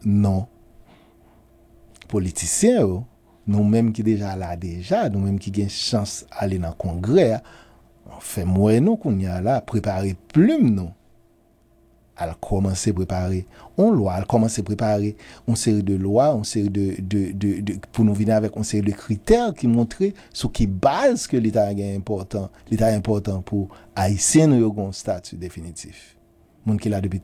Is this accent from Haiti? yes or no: yes; Haiti; Nous supposer en tant que haïtien faire un bagage, mander un bagage.